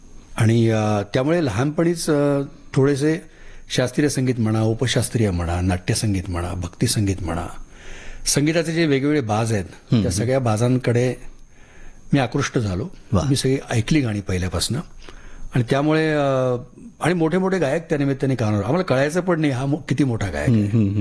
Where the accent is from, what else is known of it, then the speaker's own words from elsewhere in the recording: Pune, Maharashtra, India; घरी वासुदेव यायचा आमच्या, माझ्या लहानपणी आतापर्यंत येत होता, म्हणजे मी जोपर्यंत तिकडे सदाशिव पेठेत राहायचो तिथपर्यंत वासुदेव येत होता